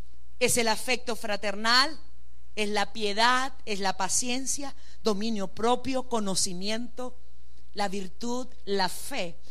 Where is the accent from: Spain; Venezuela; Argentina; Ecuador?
Venezuela; Ahí no es un lugar para tú reprochar o decir, voy a hacerlo, como venezolano.